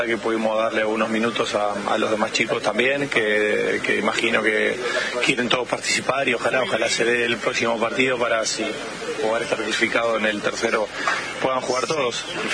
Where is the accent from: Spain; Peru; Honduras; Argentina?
Argentina; Dirán que porque soy argentino lo digo, pero muy difícil.